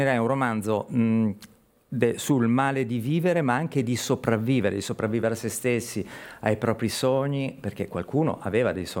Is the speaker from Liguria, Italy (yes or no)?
yes; Chiavari, Liguria, Italy; esatto, e poi comunque sono sempre tornato a Chiavari. Me ne sono reso conto di quanto sia attaccato alla mia terra andando a vivere, certo, al di là dell'Appennino.